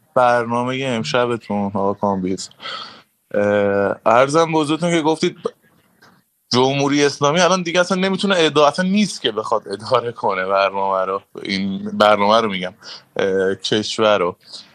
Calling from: Iran; ما هممون ایرانیم از هر قومی.

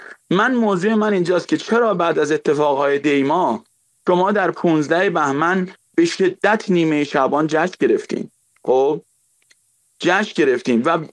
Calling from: Iran; من نزدیک 40 سالمه، 30 سالش توی هیئت‌ها بزرگ شدم، یعنی نه تقصیر من نبوده، همه ایرانی این شکلی بودن.

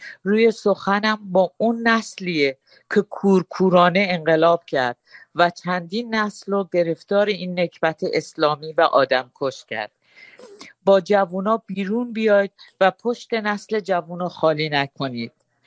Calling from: Iran

